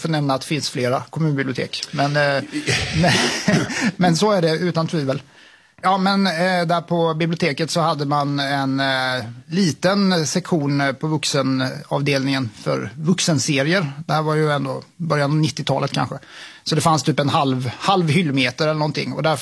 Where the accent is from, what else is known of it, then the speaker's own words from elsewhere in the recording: Mönsterås, Kalmar County, Sweden; Jag är uppvuxen i Mönsterås, lite mot norr om Kalmar.